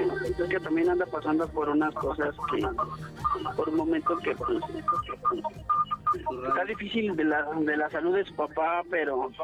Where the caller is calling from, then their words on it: Chimalhuacán, State of Mexico, Mexico; De Chimalhuacán, Estado de México.